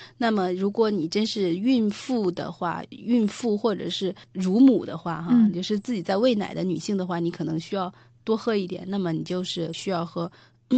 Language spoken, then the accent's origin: Chinese; China; 就比如说我们中国人说牛奶是补钙的